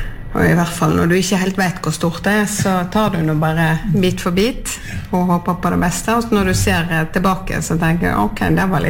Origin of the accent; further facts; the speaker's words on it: Sotra, Vestland, Norway; now in Østerdalen, Luster, Norway; Opprinnelig så ja. Kom jeg fra Sotra.